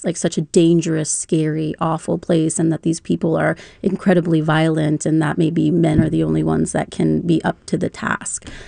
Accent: California, United States; I'm from the Central Valley. I grew up 30 minutes from that prison.

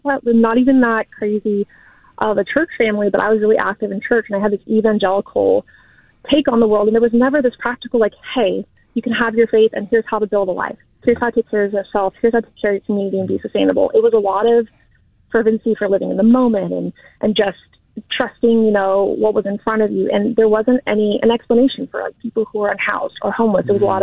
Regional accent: Martinez, California, United States; I go to San Francisco. I work in Berkeley. Like I grew up in Martinez.

